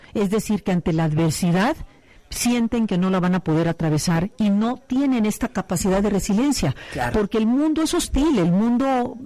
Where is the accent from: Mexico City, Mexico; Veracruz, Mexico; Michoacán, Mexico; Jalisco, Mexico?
Veracruz, Mexico; moved away; also born or lived in Puebla; yo soy de Veracruz y mi salida al mundo fue ir de Veracruz a Puebla. Y fue un evento en mi vida.